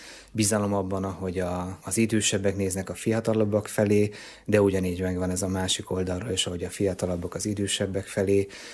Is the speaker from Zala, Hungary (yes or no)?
no; Debrecen, Hajdú-Bihar, Hungary; én itt a Nagyerdei gyülekezetben születtem, itt kereszteltek engem, itt voltam if is.